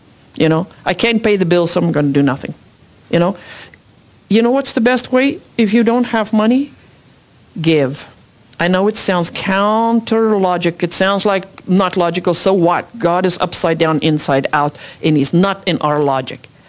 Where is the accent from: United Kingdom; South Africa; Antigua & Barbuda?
South Africa; English is a second language; moved away as an adult; now in United States; I'm an immigrant from South Africa, and when my kids were little, it was very lonely. I couldn't speak English that well.